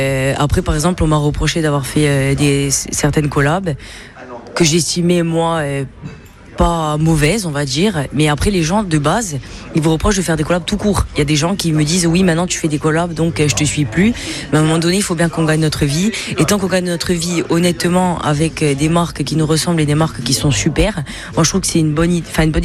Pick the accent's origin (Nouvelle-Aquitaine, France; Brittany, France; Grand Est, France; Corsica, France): Corsica, France; Je viens de Chintour